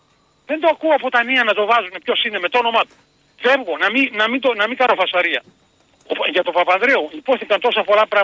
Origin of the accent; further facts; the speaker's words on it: Macedonia, Greece; born there; εγώ δεν είμαι Σκοπιανός ρε, ούτε έχω πάει στα Σκόπια. Εγώ είμαι Μακεδόνας ρε. Το καταλαβαίνετε. Ντόπιος Μακεδόνας.